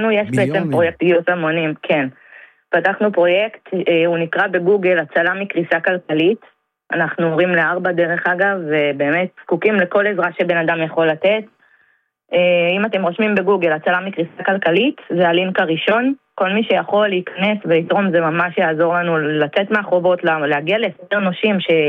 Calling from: El'ad, Central District, Israel; אני מאלעד.

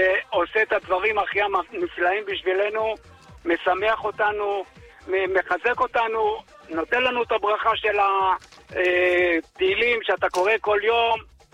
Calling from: Tel Aviv, Tel Aviv District, Israel

